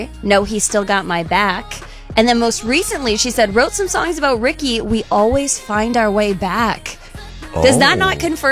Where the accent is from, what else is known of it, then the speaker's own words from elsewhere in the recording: Canada; We do. We're Canadian.